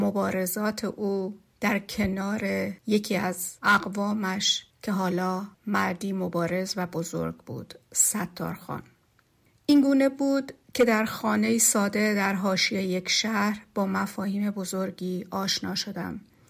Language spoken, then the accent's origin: Persian; Gorgan, Golestan, Iran; در گرگان به دنیا آمدم. شهری که نه از دل انتخاب بلکه به واسطه انتقال کاری پدرم در آن ساکن شدیم. شهری دوست داشتنی با طبیعتی سبز و آسمانی اغلب ابری که نخستین تصویرهای کودکیم را شکل داد.